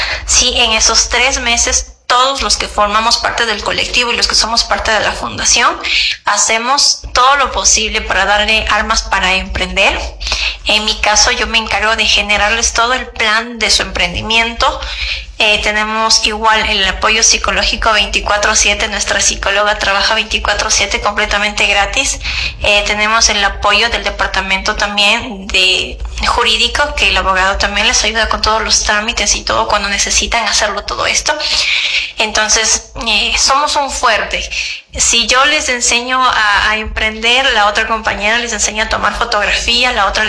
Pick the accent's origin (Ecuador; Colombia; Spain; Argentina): Ecuador